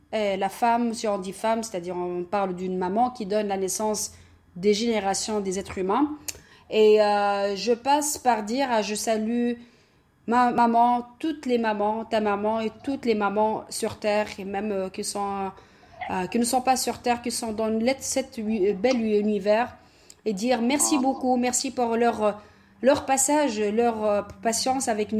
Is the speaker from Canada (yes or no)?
yes; Montreal, Quebec, Canada; moi, je suis vraiment très honorée d'être Montréalaise. Et je dis toujours, je suis Montréalaise. J'adore Montréal.